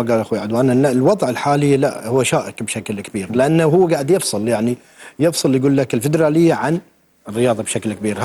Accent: Qatar; عندنا في قطر

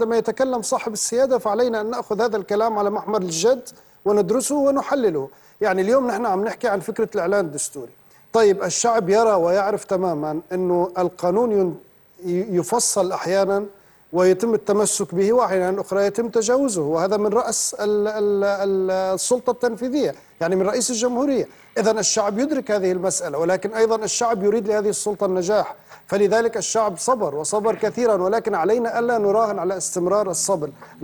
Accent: Syria; عليك أن تقدم لنا كسوريين

